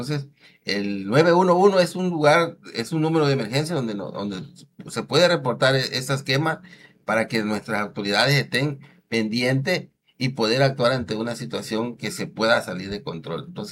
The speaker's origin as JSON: {"language": "Spanish", "town": "Jalapa", "country": "Mexico", "said": "yo soy de Jalapa"}